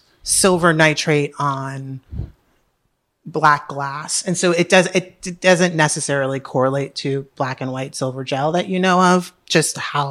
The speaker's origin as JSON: {"language": "English", "town": "New York City", "region": "New York", "country": "United States", "tie": "born or raised there", "said": "I grew up in Harlem."}